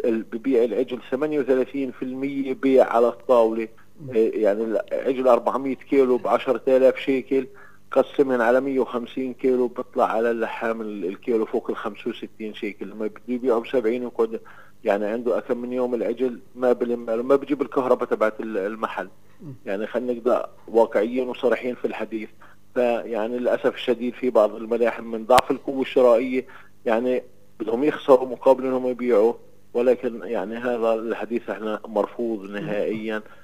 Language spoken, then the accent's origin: Arabic; Palestine